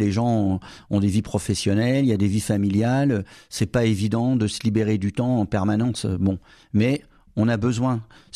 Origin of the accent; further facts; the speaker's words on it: Paris, Île-de-France, France; now in Albi, France; Moi, je suis parisien